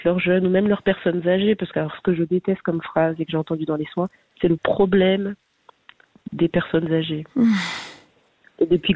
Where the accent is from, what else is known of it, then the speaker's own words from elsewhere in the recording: Switzerland; je suis suissesse